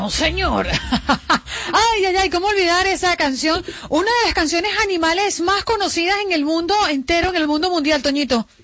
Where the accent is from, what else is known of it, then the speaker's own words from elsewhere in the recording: Venezuela; los venezolanos lo sentíamos como un venezolano más.